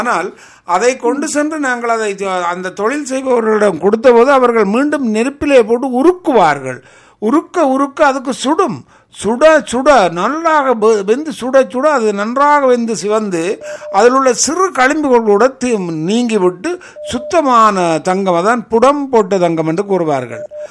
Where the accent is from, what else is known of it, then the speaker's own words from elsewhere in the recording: India; born there; moved away; எங்கள் பிறந்த நாடு ஆன்மீக நாடு இந்தியாவிலே இருந்து நாங்கள் மேல நாடுகளுக்கு வந்தாலும் இன்னும் நாங்கள் ஆன்மீகத்தை பின்பற்றுகிறோம்.